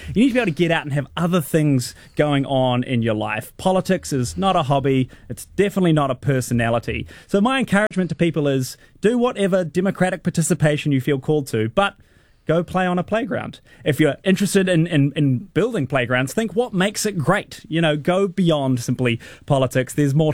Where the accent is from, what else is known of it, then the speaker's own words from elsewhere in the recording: Hamilton, Waikato, New Zealand; moved away; growing up in Hamilton